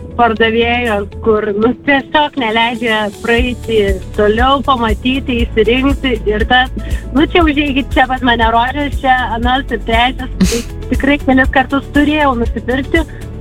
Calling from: Vilnius, Vilnius County, Lithuania; aš Vilnietė

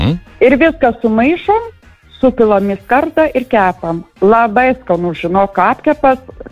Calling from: Telšiai, Telšiai County, Lithuania; Iš Telšių

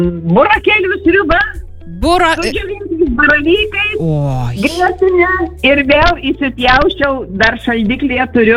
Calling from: Kupiškis, Panevėžys County, Lithuania; aš iš Kupiškio.

